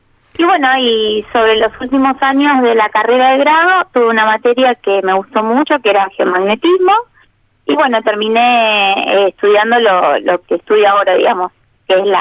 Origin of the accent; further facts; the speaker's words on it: Bahía Blanca, Buenos Aires Province, Argentina; yo soy de acá, de Bahía Blanca.